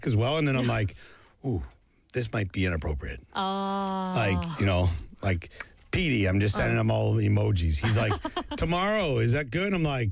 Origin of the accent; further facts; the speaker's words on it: East Coast, Canada; But for me, I'm from the East Coast of Canada. I grew up right on the ocean.